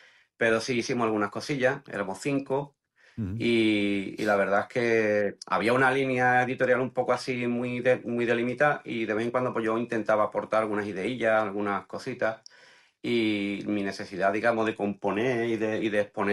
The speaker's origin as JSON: {"language": "Spanish", "town": "Jerez de la Frontera", "region": "Andalusia", "country": "Spain", "said": "De Jerez, de Jerez."}